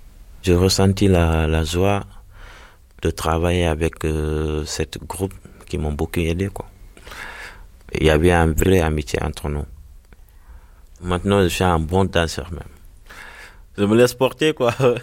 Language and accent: French; Dakar, Senegal; now in Drancy, France